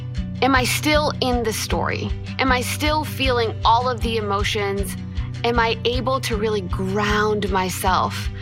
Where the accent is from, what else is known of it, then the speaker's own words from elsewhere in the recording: Burlington, Massachusetts, United States; I'm from Burlington, Massachusetts.